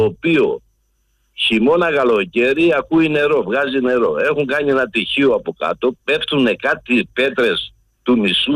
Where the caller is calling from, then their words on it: Western Greece, Greece; Δεν είμαι μέσα από τα Καλάβρητα, είμαι πιο έξω, κάποια 30 χιλιόμετρα. Προς το Λάδωνα